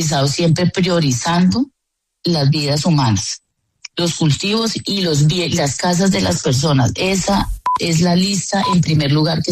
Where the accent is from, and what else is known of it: Colombia